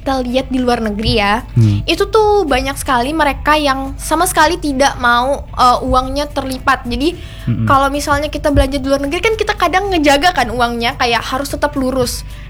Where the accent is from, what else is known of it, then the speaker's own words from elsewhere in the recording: Sintang, West Kalimantan, Indonesia; Saya sebenarnya bukan dari Ponti juga, saya dari Sintang.